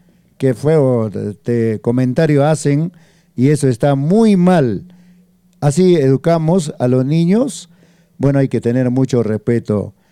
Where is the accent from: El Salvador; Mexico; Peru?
Peru; al final todos seguimos siendo peruanos